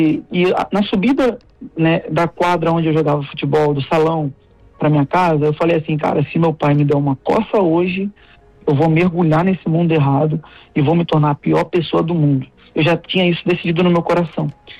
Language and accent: Portuguese; Brazil; moved away; eu vim do Brasil para poder ajudar minha família